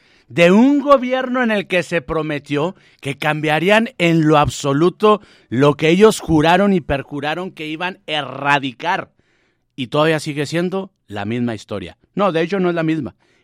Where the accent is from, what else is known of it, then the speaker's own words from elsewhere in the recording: Mexico; nosotros como mexicanos